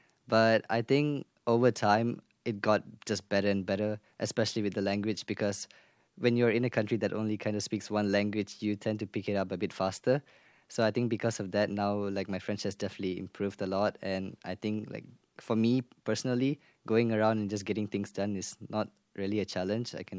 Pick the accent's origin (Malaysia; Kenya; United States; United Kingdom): Malaysia; English is a second language; moved away as an adult; now in France; I'm 22 years old. I'm from Malaysia. And I'm here in France for an exchange program